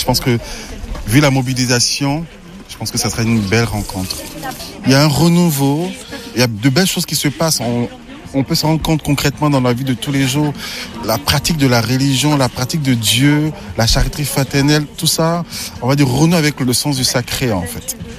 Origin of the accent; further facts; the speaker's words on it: Côte d’Ivoire; Moi je viens de la Côte d'Ivoire.